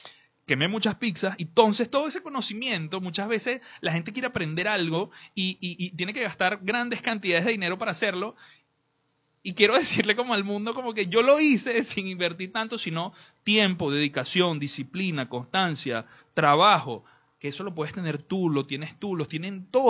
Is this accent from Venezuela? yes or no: yes; Venezuela; Porque somos los mismos, es mi gente, es mi tierra. Y eso es por una de las cosas de las que estoy trabajando, para que fortalezcamos la comunidad de pizzeros acá en Venezuela